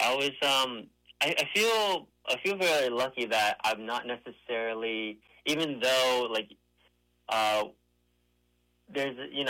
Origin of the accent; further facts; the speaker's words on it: New Jersey, United States; So they moved here when I was, they moved here before I was born, and we grew up in New Jersey.